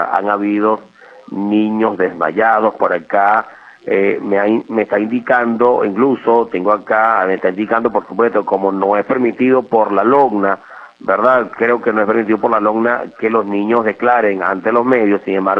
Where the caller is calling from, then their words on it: Biruaca, Apure, Venezuela; directamente desde Viruaca, acá en el estado Apure